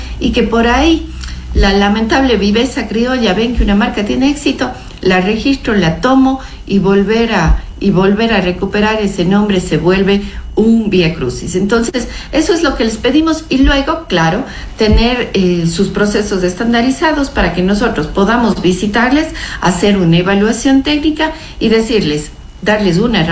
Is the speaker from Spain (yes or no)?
no; Ecuador